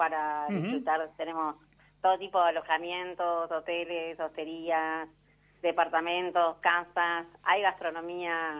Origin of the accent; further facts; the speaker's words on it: Puerto Pirámides, Chubut, Argentina; soy de Pirámides